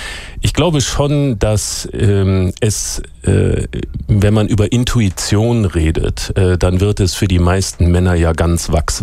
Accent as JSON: {"language": "German", "region": "Rhineland", "country": "Germany", "tie": "born there", "said": "Ich bin ja im Rheinland geboren"}